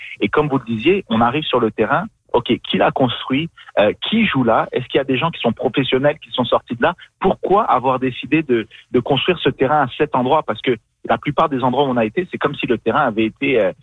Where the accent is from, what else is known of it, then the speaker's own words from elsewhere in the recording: Niger; born there; moved away; Moi, je suis né au Niger, en Afrique de l'Ouest.